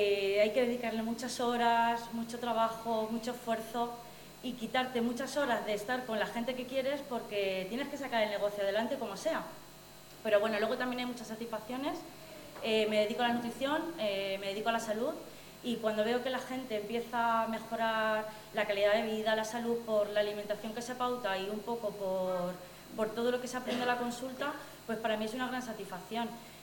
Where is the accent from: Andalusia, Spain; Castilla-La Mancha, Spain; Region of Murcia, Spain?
Castilla-La Mancha, Spain; Miguelturra; poder recibir un premio en mi pueblo.